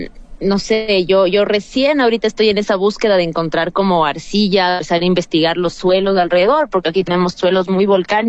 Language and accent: Spanish; Quito, Pichincha, Ecuador; born there; lo que es de acá de Quito, o sea, lo que me representa como persona que nació aquí.